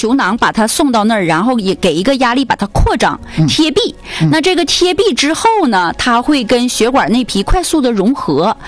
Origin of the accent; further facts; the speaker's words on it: Northeast China, China; 尤其是咱们东北人比较热情